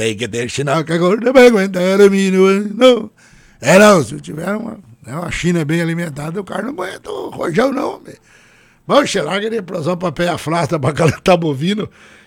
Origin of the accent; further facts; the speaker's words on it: Rondon, Paraná, Brazil; Na verdade, eu sou de Rondon, sou do Paranazão, né?